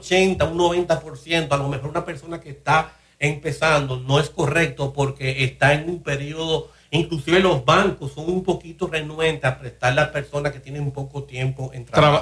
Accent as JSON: {"language": "Spanish", "town": "Santiago de los Caballeros", "region": "Santiago", "country": "Dominican Republic", "said": "Yo soy de Santiago."}